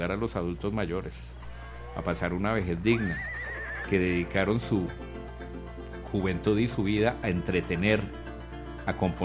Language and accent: Spanish; Une, Cundinamarca, Colombia; born there; now in Villavicencio, Colombia; yo nací en UNE Cundinamarca, pero mi madre es sanmartinera, todos mis hermanos de Villao. Tuve el honor de nacer en mi pueblito UNE